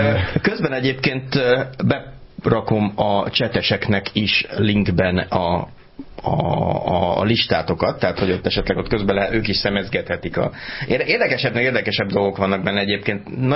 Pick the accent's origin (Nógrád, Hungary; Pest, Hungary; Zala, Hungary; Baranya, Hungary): Zala, Hungary; Zalaegerszeg; ugye én zalaegerszegi származású vagyok